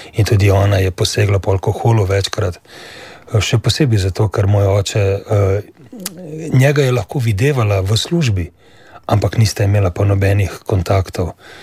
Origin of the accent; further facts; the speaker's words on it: Ljubljana, Central Slovenia, Slovenia; Ja, rodil sem se v Ljubljani kar nekaj let nazaj, bom rekel, sicer v družini matere samohranilke